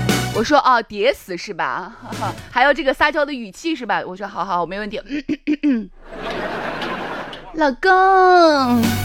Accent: Shaanxi, China; accent: Shaanxi dialect; 你知道我们陕西话里边有一些很多叠词听起来是很可爱的

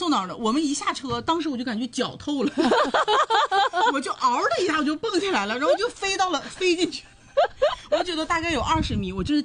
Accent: Dalian, Liaoning, China; 因为我们大连人其实很长一段时间我们有一段都不开空调

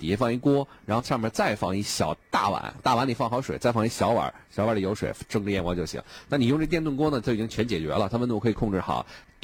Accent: Beijing, China; 我是北京人哈，咱就说土话呢

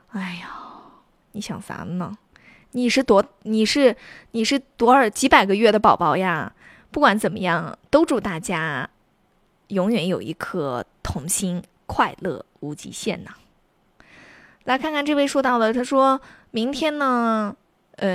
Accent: Xinjiang, China

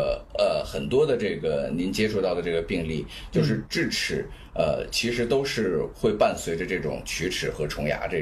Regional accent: China; 我们中国人对于口腔的这个认知

